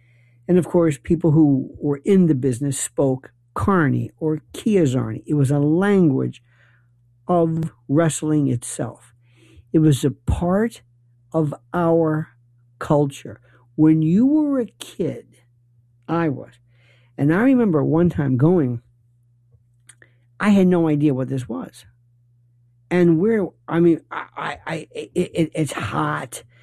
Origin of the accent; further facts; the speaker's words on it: Tampa, Florida, United States; I grew up in Florida or Tampa. Not Tampa Bay, Tampa. And it's a most unique place.